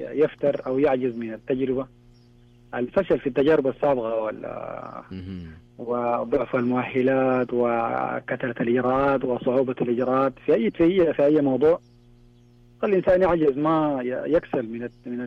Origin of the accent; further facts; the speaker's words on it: Sudan; now in Riyadh, Saudi Arabia; من السودان إن شاء الله.